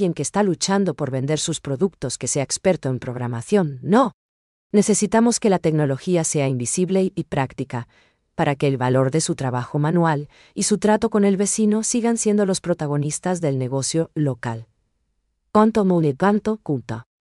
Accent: Paraguay; ¿Estamos preparados nosotros como paraguayos para aprovechar esta tecnología?

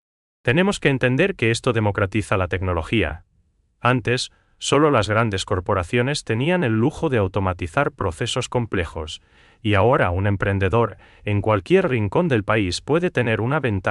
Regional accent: Paraguay

